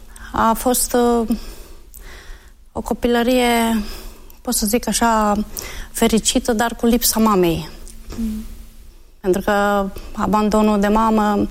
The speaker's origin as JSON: {"language": "Romanian", "town": "Arad", "region": "Arad County", "country": "Romania", "tie": "born there", "said": "M-am născut în Arad, într-o familie de ortodoxi."}